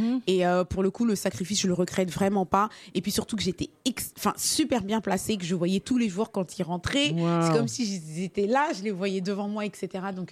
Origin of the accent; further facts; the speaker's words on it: France; Parce que sachant qu'en plus, on vient de France, il fallait aller là-bas